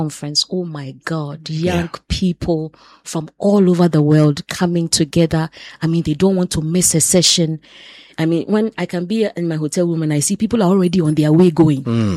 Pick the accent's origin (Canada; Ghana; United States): Ghana; And the person could not believe that I'm from Ghana.